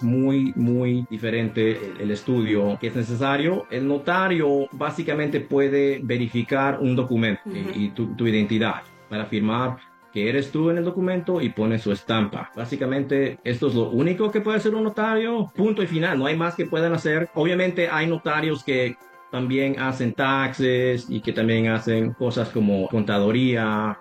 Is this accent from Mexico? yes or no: yes; Mexico; now in North Carolina, United States; como yo soy de México